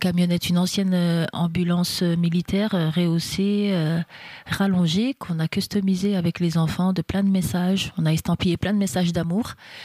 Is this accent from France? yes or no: yes; Remiremont, Grand Est, France; Alors, bonjour … je suis née à Remiremont, donc je suis une fille des Vosges, hein, et … ce qui montre bien qui je suis en gros, c'est-à-dire que mes parents viennent d'Afrique